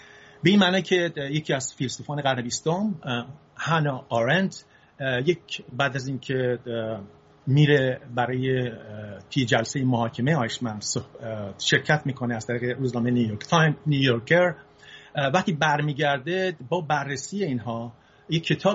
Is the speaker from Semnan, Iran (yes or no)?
no; Isfahan, Iran; also born or lived in Fasa; من تو سال 1337 در شهر فاسا متولد شدم، یکی از شهرهای استان فارس. پدرم کارمند بانک بود و بعد از یکی دو سالم شد رفت تهران. یکی دو سال پدرم توی تهران بود و بعد اومد به اصفهان